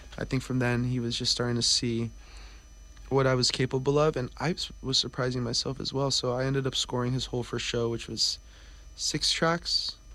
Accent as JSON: {"language": "English", "town": "Tracy", "region": "California", "country": "United States", "said": "He's Mexican American, as am I. He's from Fresno. I'm from Tracy, which isn't too far from each other."}